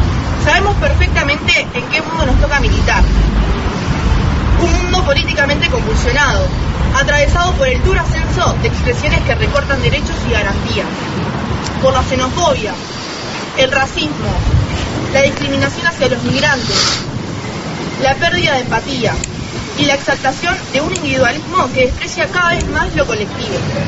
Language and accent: Spanish; Uruguay; nosotros vamos a decir con más fuerza todavía que somos armenios, que somos uruguayos y que amamos la libertad de nuestros pueblos.